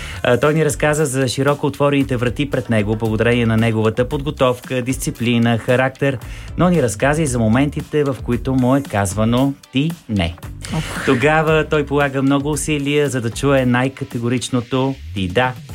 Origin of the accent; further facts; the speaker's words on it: Pazardzhik, Pazardzhik Province, Bulgaria; защото и друг път съм споделял с вас и с нашите слушатели, че това е моя роден град.